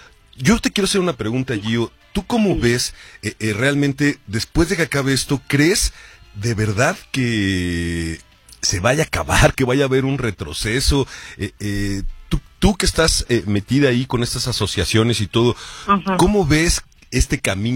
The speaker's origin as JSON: {"language": "Spanish", "country": "Mexico"}